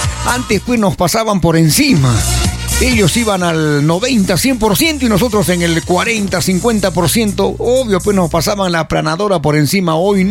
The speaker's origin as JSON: {"language": "Spanish", "country": "Peru", "said": "nosotros como peruanos"}